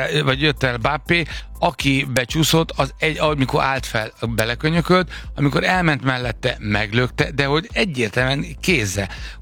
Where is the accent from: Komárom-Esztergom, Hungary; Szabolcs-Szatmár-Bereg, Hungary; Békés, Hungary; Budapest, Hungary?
Budapest, Hungary; Én a kilátótéren nőttem fel, meg Zuglóban, ilyet ott sem csinálunk.